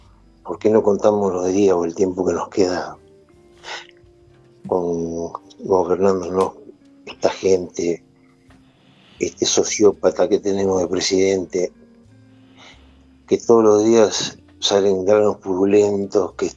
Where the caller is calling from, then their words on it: Mar del Plata, Buenos Aires Province, Argentina; Yo soy acá de Mar del Plata